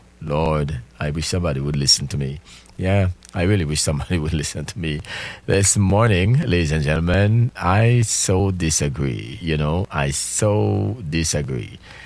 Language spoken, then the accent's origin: English; Jamaica; I am Jamaican